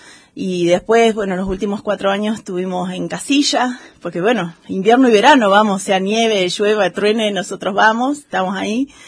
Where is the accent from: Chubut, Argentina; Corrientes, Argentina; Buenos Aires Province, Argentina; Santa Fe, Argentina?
Chubut, Argentina; Esquel; born there; yo soy nacida acá en Esquel, toda mi familia vive acá en Esquel y tenemos una chacra allá en Costa del Chubut. Estamos a 10 kilómetros del cerro y muy muy cerquita de lo que es Fofocahuel.